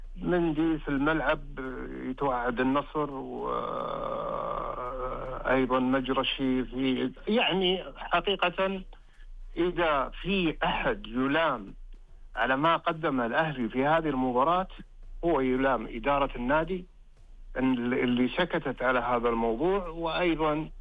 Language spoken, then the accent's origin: Arabic; Saudi Arabia; كنا فرحانين كلنا سواء أهلاوية أو كسعوديين بالبطولة.